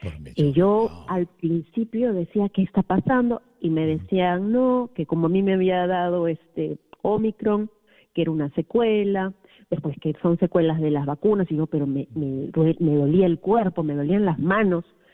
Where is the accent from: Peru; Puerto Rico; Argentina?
Peru; Lima; En Lima, sí, correcto, en Lima, crecí en Lima